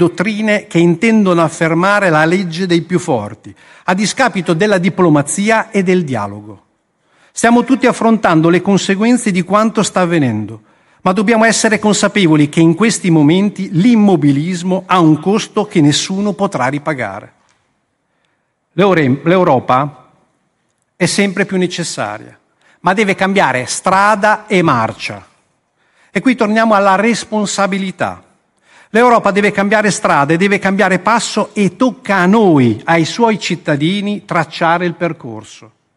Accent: the ceramic district, Emilia-Romagna, Italy; Prendiamo il distretto della ceramica, una realtà che conosco bene perché è la mia terra.

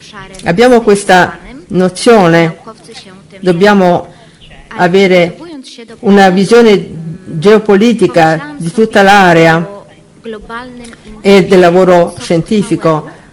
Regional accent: Poland; io vengo dalla Polonia

